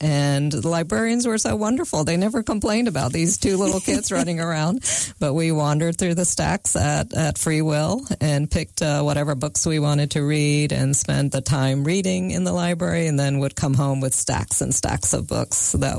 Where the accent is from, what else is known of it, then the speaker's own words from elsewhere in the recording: Georgia, United States; English is a second language; also born or lived in India; you know, I couldn't speak any English when we first arrived here, and I had to start kindergarten a few months after our arrival